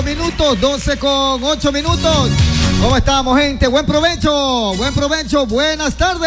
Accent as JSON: {"language": "Spanish", "country": "Ecuador", "said": "Soy ecuatoriano."}